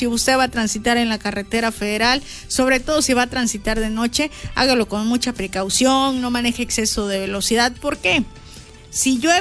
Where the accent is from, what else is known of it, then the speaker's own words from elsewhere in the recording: Mexico; así somos los mexicanos.